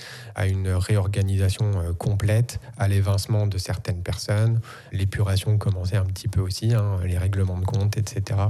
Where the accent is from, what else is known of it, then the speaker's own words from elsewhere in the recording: Neufchâteau, Grand Est, France; Alors moi, je suis né à Neufchâteau. Je suis un vrai néo-castrien.